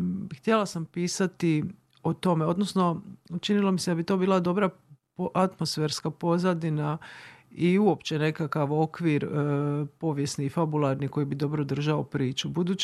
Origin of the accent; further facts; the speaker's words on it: Trogir, Split-Dalmatia County, Croatia; also born or lived in Zadar; now in Dubrovnik, Croatia; Ja sam Trogirka, rodom sad živim u Dubrovniku, živjela sam u Zadru.